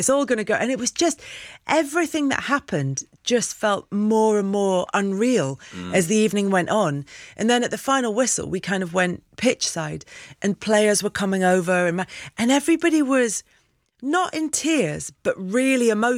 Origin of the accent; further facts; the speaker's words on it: North West England, United Kingdom; So, growing up near Liverpool and growing up with friends from Liverpool